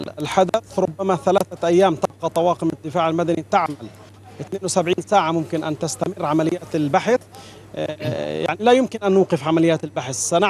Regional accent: Palestine

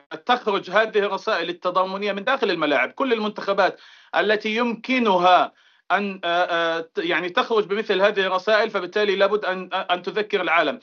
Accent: Palestine; نحن كفلسطينيين وكصحفيين رياضيين

